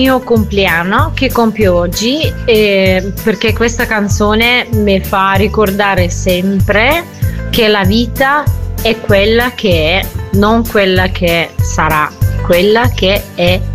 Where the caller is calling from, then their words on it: Paratico, Lombardy, Italy; sono da Paratico, Brescia